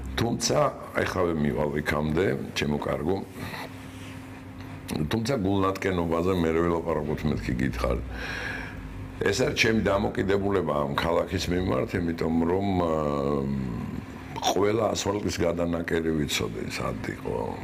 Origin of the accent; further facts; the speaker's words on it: Tbilisi, Georgia; მე დავიბადე აქ ლეხანოზე და გავიზარდე აქვე. სკოლა იყო ორი სახლის შემდეგ.